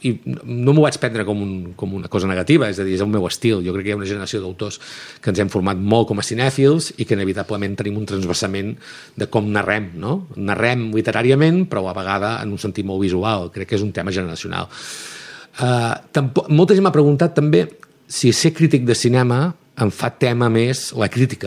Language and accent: Catalan; Girona, Catalonia, Spain; born or raised there